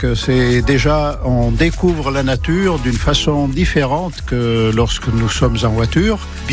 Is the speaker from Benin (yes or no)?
no; Auvergne-Rhône-Alpes, France; le secteur d'Ambert, notamment le col du Béal, puisque moi je suis originaire du coin.